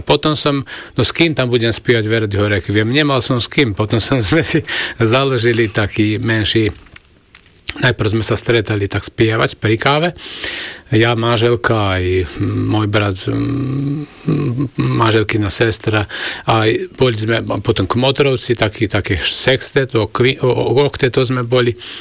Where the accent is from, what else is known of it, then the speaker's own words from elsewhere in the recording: Vojvodina, Serbia; tam u nás na Dolnej zemi